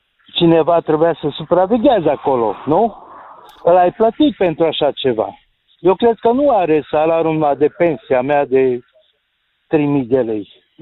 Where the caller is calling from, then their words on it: Mureș County, Romania; din Mureș.